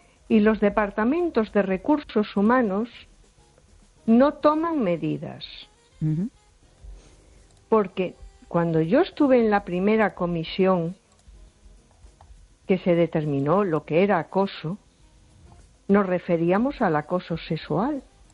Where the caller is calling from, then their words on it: A Coruña, Galicia, Spain; Hola, buenas noches. … de Coruña.